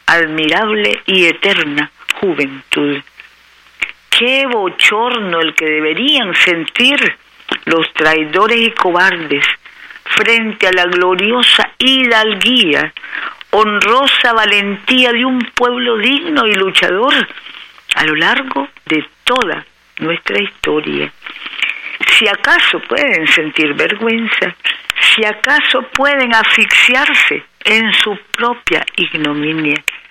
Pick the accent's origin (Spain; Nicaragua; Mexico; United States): Nicaragua; cuánto orgullo el nuestro de ser verdaderos nicaragüenses patrióticos